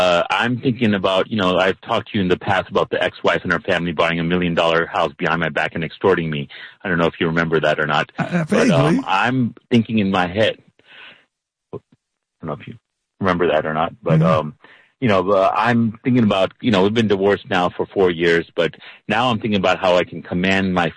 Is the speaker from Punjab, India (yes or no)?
yes; Punjab, India; I'm Indian.